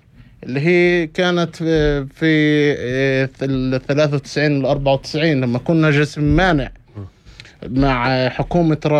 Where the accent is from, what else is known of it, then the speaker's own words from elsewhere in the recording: Palestine; هذا حق إلنا كفلسطينيين موجودين هون في البلاد